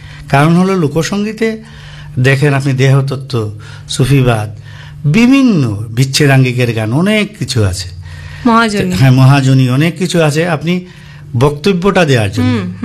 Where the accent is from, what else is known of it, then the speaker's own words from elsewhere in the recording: Sylhet, Sylhet Division, Bangladesh; যেহেতু আমি সিলেটের লোক